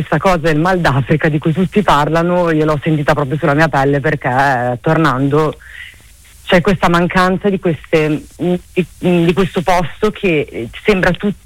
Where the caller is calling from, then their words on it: Bologna, Emilia-Romagna, Italy; Sono da Bologna, vi chiamo da Bologna io.